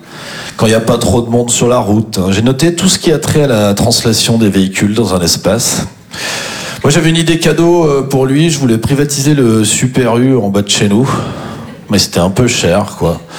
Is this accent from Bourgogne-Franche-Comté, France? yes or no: yes; Champagnole, Bourgogne-Franche-Comté, France; moi, je viens de Franche-Comté. Il y a des gens qui viennent de Franche-Comté? Personne? Eh bien, ça représente bien la région. Voilà, c'est un peu ça, la Franche-Comté. Non, je suis originaire d'une petite commune qui s'appelle Champagnol.